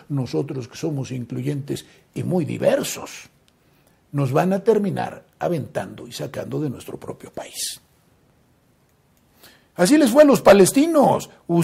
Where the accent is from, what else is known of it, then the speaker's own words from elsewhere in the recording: Mexico; Soy un mexicano.